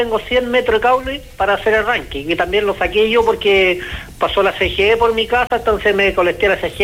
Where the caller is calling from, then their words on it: Curicó, Maule, Chile; De aquí, Curicó.